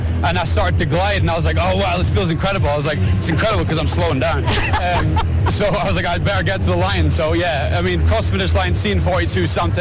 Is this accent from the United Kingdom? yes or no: yes; United Kingdom; Like, I think if I'm going to leave my mark on this sport, as a British athlete with the legends I have behind me and following in their footsteps, I have to be able to do those performances.